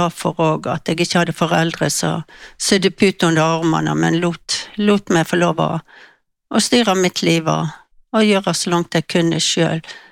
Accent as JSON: {"language": "Norwegian", "town": "Austevoll", "region": "Vestland", "country": "Norway", "tie": "born or raised there", "lives_now": "Bergen, Norway", "said": "jeg vokste opp i Austevoll i bygd som heter Kolbensvik. Der bodde jeg sammen med mine foreldre og tre søsken, to eldre brødre og en yngre søster."}